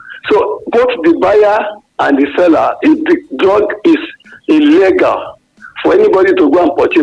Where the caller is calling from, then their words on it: Ibadan, Oyo, Nigeria; I'm calling from Ibadan.